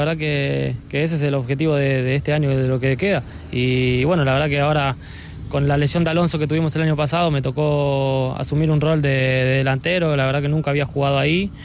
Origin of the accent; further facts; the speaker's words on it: Argentina; me cargan porque somos argentinos y nosotros lo defendemos a muerte